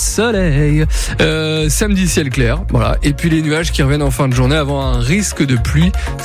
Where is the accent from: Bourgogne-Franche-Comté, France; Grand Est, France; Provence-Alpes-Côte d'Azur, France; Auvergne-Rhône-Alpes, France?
Bourgogne-Franche-Comté, France; ça sent la belle journée hein, chez nous en Bourgogne.